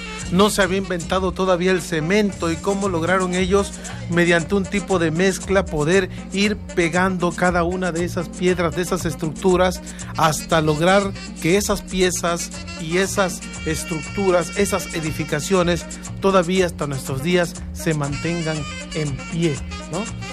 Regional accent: Mexico; nosotros como mexicanos

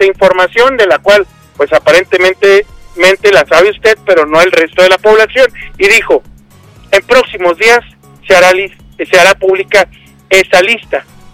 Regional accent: Chihuahua, Mexico

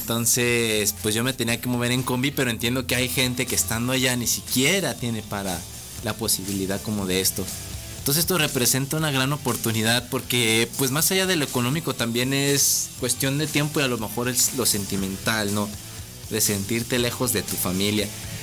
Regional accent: Rincón de Romos, Aguascalientes, Mexico; yo soy de Rincón de Romos

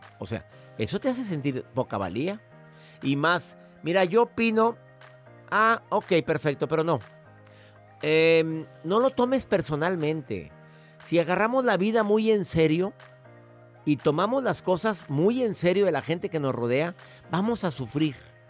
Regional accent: Mexico

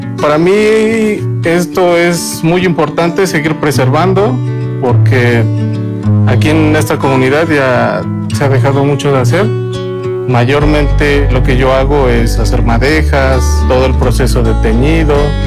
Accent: Tlaxcala, Mexico; soy del estado de Tlaxcala, de la comunidad de San José Astatl.

